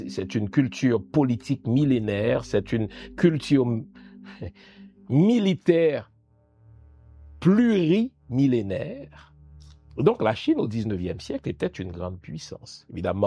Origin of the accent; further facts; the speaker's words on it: Haiti; Je commençais par vous dire, je ne suis pas plus pro-chinois que pro-américain, je suis haïtien.